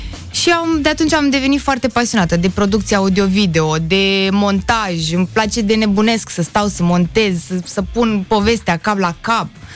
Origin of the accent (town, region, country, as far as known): Slatina, Olt County, Romania; born or raised there; moved away as an adult; now in Bucharest, Romania